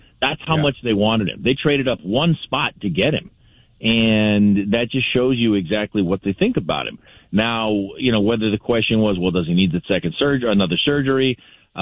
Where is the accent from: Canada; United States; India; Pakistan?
United States; Barstow, California; when I was in junior college for my hometown newspaper, the Barstow Desert Dispatch.